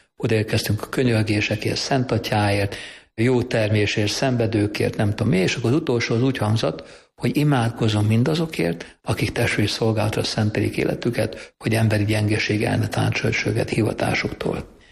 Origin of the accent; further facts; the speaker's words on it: Budapest, Hungary; Tehát, mivel Rozsdombról jöttem, azért sok minden lehetőséget megkaptam az életben